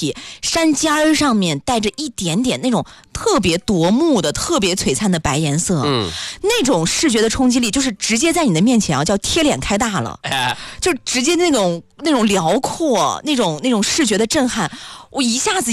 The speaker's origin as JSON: {"language": "Chinese", "region": "Xinjiang", "country": "China", "said": "但是我一个新疆人"}